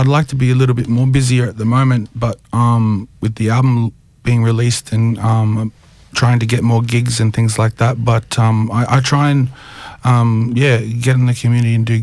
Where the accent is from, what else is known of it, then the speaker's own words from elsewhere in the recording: Cairns, Queensland, Australia; born there; also born or lived in Adelaide / Shelburne Bay, Cape York; now in South Australia, Australia; So my mob are the Wutidi people from Shelbourne Bay, Cape York. I lived in Cairns for many years. I went to Cairns State High, and I met all the boys in the band from Cairns High and from Cairns. I spent many years in Cairns. I was born in Adelaide, though.